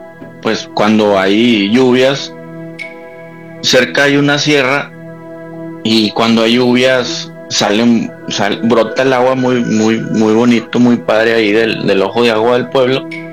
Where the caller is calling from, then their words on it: San Nicolás de los Garza, Nuevo León, Mexico; Soy de San Nicolás, de los Garza, pero vivo en Apodaca, Nuevo León.